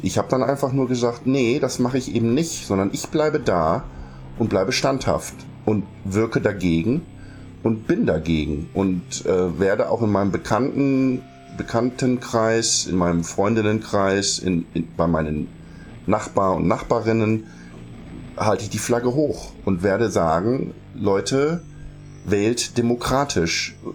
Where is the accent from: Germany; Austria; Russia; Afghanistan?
Germany; ich als Deutscher dann halt sagen muss